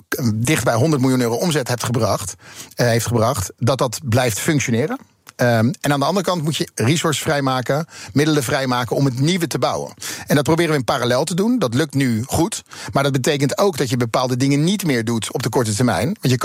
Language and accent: Dutch; Netherlands; ik ben heel blij met waar ik ben opgegroeid.